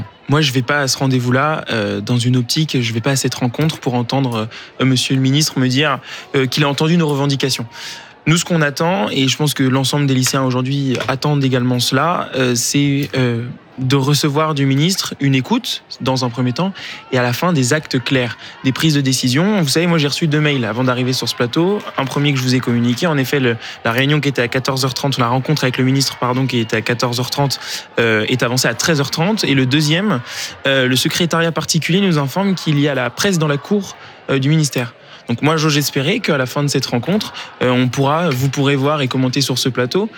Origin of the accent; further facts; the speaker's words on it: Le Mans, Pays de la Loire, France; Moi je viens du Mans dans la Sarthe